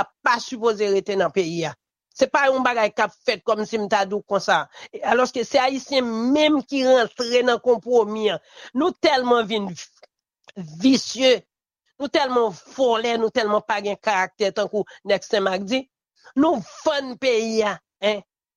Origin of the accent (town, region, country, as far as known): Haiti